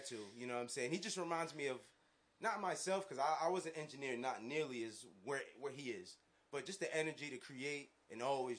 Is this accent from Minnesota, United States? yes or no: no; Mount Vernon, New York, United States; I'm from Mount Vernon